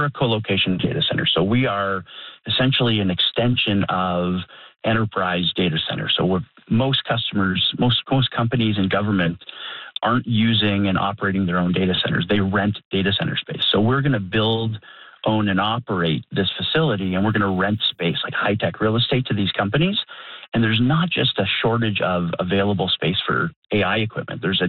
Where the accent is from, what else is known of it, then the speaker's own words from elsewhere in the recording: New Brunswick, Canada; I grew up in Brunswick. This is my friends and family live here. I'm not here to hurt the province.